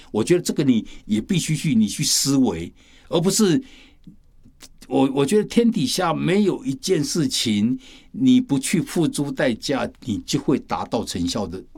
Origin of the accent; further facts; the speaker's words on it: China; 我们中国人讲的是事倍功半